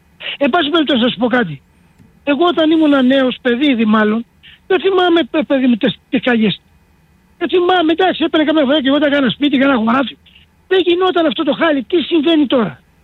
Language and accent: Greek; Chios, North Aegean, Greece; Ξέρετε πώς ο τόπος μου, επανέρχομαι, γιατί εντάξει, είμαι και βουλευτής του τόπου, της Χίου.